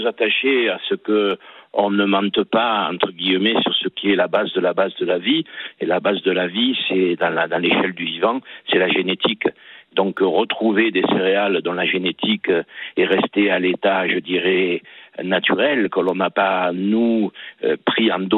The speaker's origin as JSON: {"language": "French", "town": "Fontvieille", "region": "Provence-Alpes-Côte d'Azur", "country": "France", "tie": "born there", "said": "Je suis né à Fontvieille, dans les Bouches-du-Rhône, qui est un petit village éminemment connu pour son moulin, qu'on appelle Moulin de Daudet, puisque Daudet l'a fait grandement connaître."}